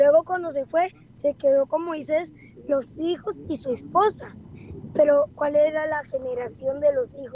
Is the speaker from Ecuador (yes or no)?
no; Cartago, Costa Rica